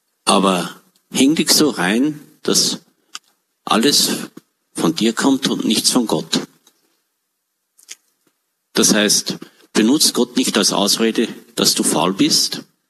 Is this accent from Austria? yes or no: yes; Upper Austria, Austria; Oder bei uns im Innviertel, auch im Tiroler Oberland, wo ich ja auch viel war, hat's geheißen, nicht geschimpft ist gelobt genug.